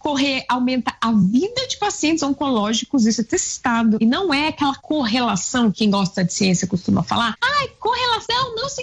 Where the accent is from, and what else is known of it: Italy